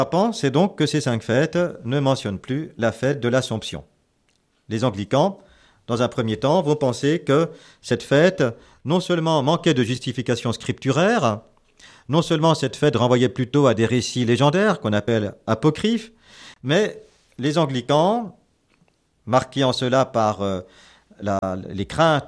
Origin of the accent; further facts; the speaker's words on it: United Kingdom; accent: English; French is a second language; Excusez toujours mon accent anglais inimitable